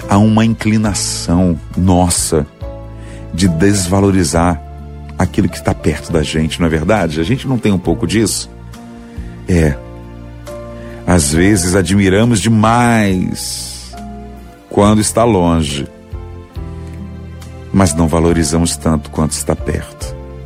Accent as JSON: {"language": "Portuguese", "town": "Itapetim", "region": "Pernambuco", "country": "Brazil", "tie": "born there", "moved": "yes", "said": "tem um lugarzinho chamado Sítio Miguel, lá em São Vicente, Itapetim, Pernambuco. Meu Pai Celeste, o lugar é longe. Lá, se hoje tiver 2.000 habitantes, é muita coisa. Foi onde eu nasci."}